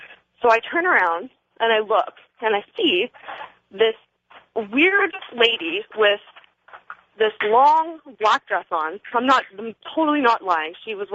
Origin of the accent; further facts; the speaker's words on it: Victoria, British Columbia, Canada; moved away as an adult; now in Austin, United States; I am living in Austin, Texas right now. … And I am from Victoria, B.C., Canada, originally.